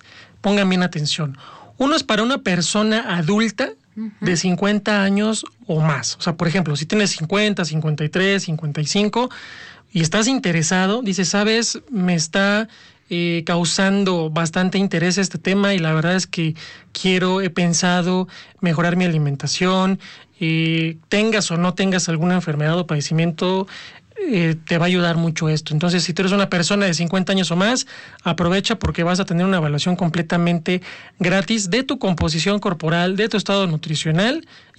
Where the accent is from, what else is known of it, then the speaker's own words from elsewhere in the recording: Mexico; no es en lo absoluto hablar mal de nosotros como mexicanos